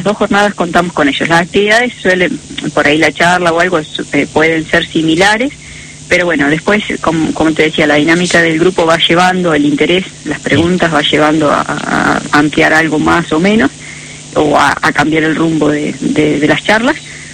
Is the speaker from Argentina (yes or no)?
yes; La Pampa, Argentina; somos de localidades de La Pampa, donde todos nos conocemos hace muchos años